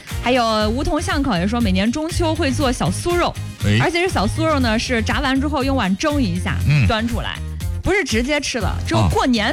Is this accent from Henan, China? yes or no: yes; Henan, China